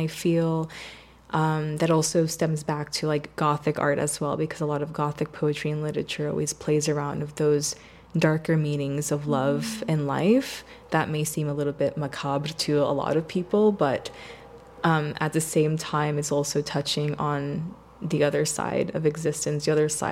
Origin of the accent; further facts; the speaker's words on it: Puerto Rico; I'm from Puerto Rico, and in Puerto Rico, like our indigenous nation is Taíno, which is also part of my ancestry and my heritage.